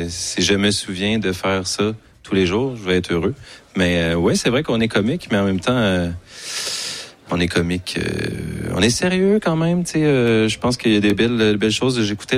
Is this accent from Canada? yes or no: yes; Saint-Hyacinthe, Quebec, Canada; Je viens de Saint-Hyacinthe